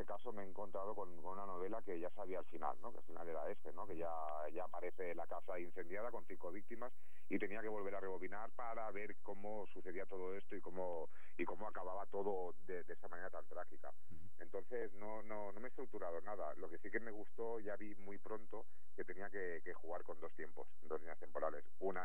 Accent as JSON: {"language": "Spanish", "town": "Barcelona", "region": "Catalonia", "country": "Spain", "tie": "born there", "lives_now": "Sabadell, Spain", "said": "Soy nacido de Barcelona"}